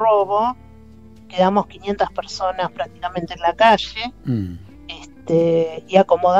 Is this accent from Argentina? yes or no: yes; Argentina; Somos argentinos que la luchamos como todos